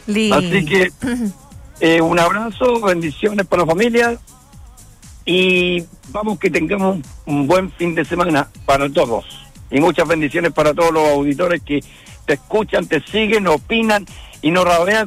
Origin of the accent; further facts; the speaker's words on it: Santiago, Santiago Metropolitan Region, Chile; now in Antofagasta, Chile; yo soy del sur, de Santiago.